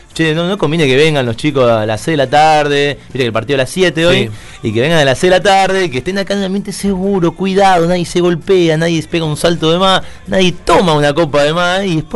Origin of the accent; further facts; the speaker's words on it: Argentina; somos Argentina